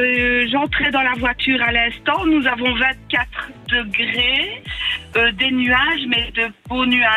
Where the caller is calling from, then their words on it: Herve, Wallonia, Belgium; Je suis à Grand Rocheux, sur la commune de Herve.